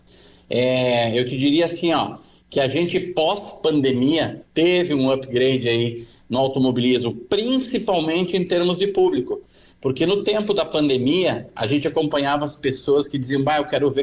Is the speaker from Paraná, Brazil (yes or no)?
no; Guaporé, Rio Grande do Sul, Brazil; eu nasci em Guaporé, né?